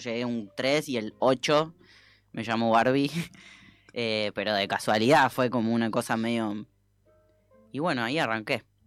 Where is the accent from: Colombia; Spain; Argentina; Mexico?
Argentina; Córdoba; moved away as an adult; now in Buenos Aires, Argentina; mi pueblo es pueblo, además. 7.000 habitantes, más o menos